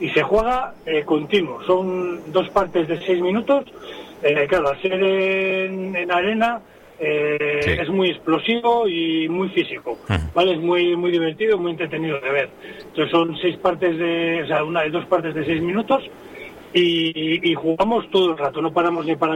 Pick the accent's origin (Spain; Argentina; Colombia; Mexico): Spain; Santoña, Cantabria; yo soy de Santoña